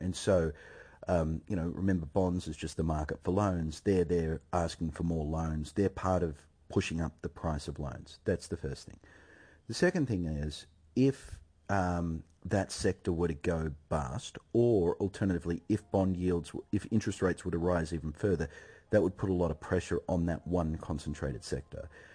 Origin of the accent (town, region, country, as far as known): Australia